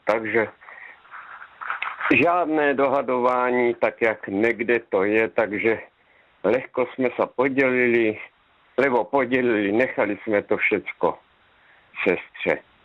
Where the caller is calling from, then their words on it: Topolná, Zlín Region, Czechia; Dobrý večer, ano, tady v Topolné, ale pocházím za Luku.